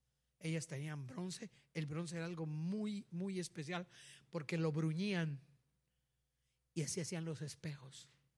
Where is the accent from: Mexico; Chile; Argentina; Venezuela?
Mexico; Río Bravo, Tamaulipas; born there; No, pero para mí no, porque yo nací en Río Bravo.